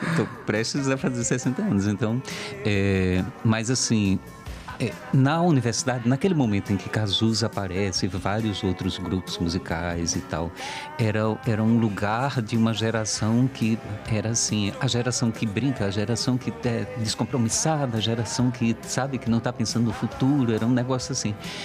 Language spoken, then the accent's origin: Portuguese; Petrolândia, Pernambuco, Brazil; E ela é carioca e eu sou lá de Petrolândia.